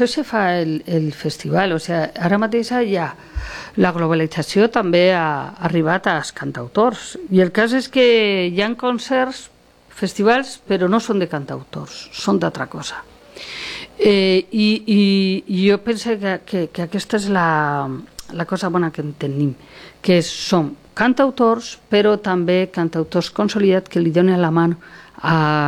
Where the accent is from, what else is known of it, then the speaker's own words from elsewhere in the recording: Orihuela, Valencian Community, Spain; que som d'Orihuela, d'Alacant